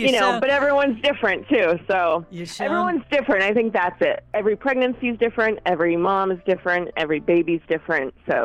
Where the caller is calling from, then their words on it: Leesburg, Virginia, United States; I'm calling from Virginia, Northern Virginia.